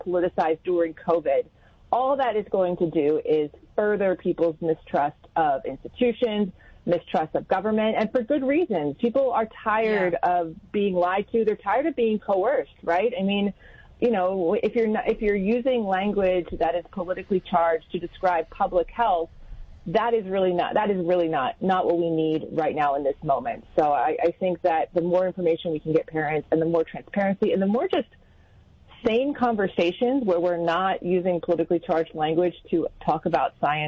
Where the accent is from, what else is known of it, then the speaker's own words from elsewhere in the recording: Pennsylvania, United States; as a mother, as a woman, as a someone who was born and bred in Pennsylvania.